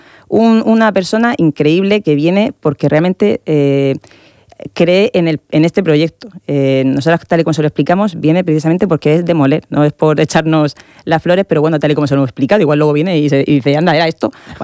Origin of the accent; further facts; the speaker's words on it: Region of Murcia, Spain; pues trata de memoria, trata de migración charnega, que nosotros tenemos mucho que decir también como murcianas.